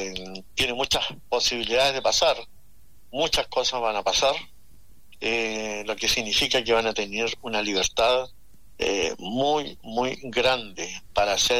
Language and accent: Spanish; Chile; somos chilenos, vivo en Chile, pero no sé, queremos, no sé si todos conocen Santiago, porque somos de San Ramón